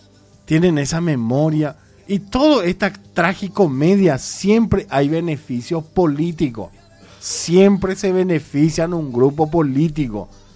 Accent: Paraguay; es increíble cómo somos los paraguayos.

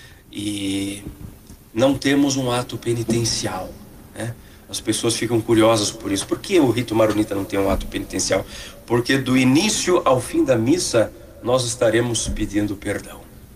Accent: São Paulo, Brazil; moved away as an adult; also born or lived in Porto Alegre; now in Ponta Porã, Brazil; aqui na cidade de Ponta Porã, especificamente em todo o estado do Mato Grosso do Sul, há 3 meses. Sou de São Paulo, antes estive na cidade de Porto Alegre, onde servi por 1 ano e 1 mês.

